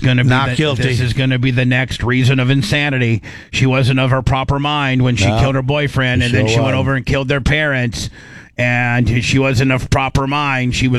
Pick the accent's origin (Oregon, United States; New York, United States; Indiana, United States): Indiana, United States; I was raised in Indiana